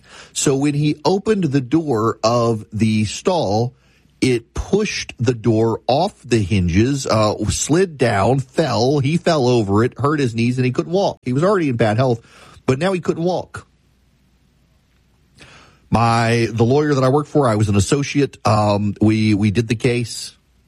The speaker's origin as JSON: {"language": "English", "region": "Louisiana", "country": "United States", "tie": "born or raised there", "said": "There are businesses packing up and fleeing my home state of Louisiana"}